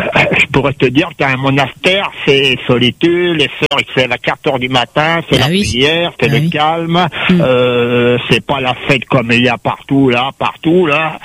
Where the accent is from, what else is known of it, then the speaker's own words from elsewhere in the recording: Centre-Val de Loire, France; Je suis du Loiret.